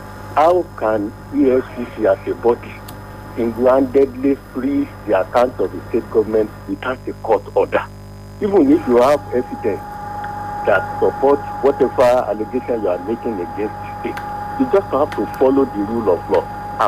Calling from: Sango, Nigeria; from Sango.

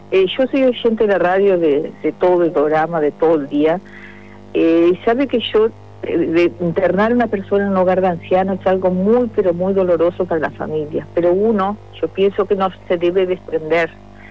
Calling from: Maldonado, Uruguay; vivo en Maldonado, y yo iba día por media mina, pero yo no soy de acá.

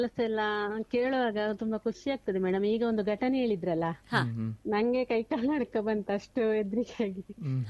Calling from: Karnataka, India; ಸಾಲೇತೂರಿಂದ

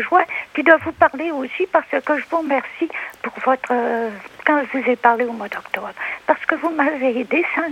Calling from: Alma, Quebec, Canada; là, je suis pas à la campagne, là, je suis à Alma

